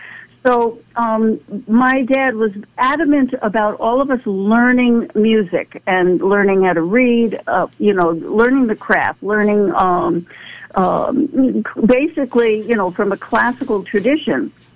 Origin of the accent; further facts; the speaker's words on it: Armonk, New York, United States; even though I was born in New York City, but we grew up in a town called Armonk, about 35 miles north of Manhattan.